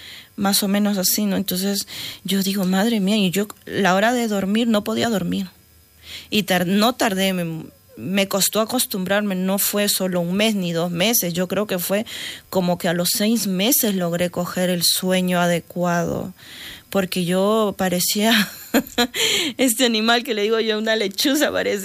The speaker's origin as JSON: {"language": "Spanish", "country": "Peru", "moved": "yes", "lives_now": "Rubí, Spain", "said": "Porque yo, claro, en mi país yo soy, para Perú, yo soy cruda, soy blanca, pero aquí no lo soy. Aquí soy una morena, como suelen decir, ¿no?"}